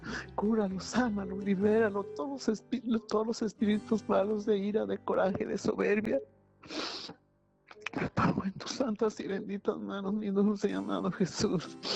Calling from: Guadalajara, Jalisco, Mexico; De Guadalajara

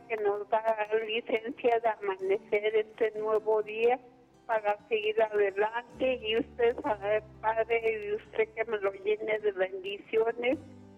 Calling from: Mexico City, Mexico; De aquí, de México.

